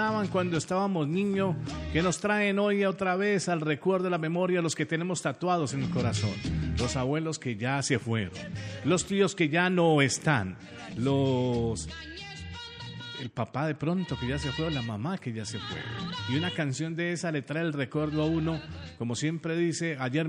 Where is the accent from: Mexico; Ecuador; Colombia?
Colombia; Pereira, Risaralda; en Pereira o en toda esa zona del eje cafetero de donde soy yo